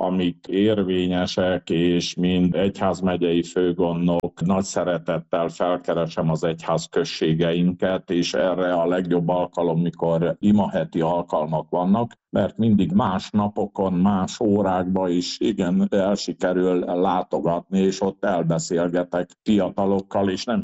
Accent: Zentelke, Cluj County, Romania; Kalotaszent király Zentelkén születtem, és már a nagyszülők által természetes a szüleim is vallásos emberek voltak.

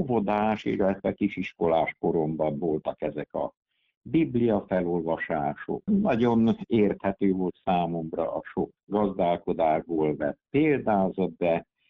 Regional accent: Transylvania, Romania; A egyházban, egy szorvány Dél-Erdély gyülekezetben valóban születtem, úgyhogy egyetlen vallás óráról tudok, amire nem tudtam elmenni.

